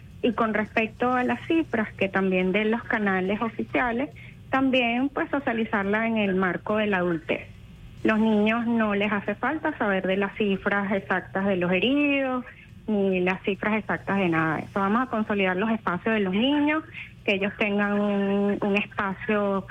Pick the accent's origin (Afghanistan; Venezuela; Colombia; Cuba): Venezuela; somos humanos y hermanos, somos venezolanos